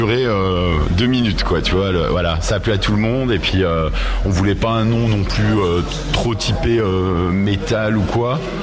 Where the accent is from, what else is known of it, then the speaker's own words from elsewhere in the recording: Montagny, France; Donc moi j'habite sur la commune, j'ai grandi en fait à Montagny dans ce village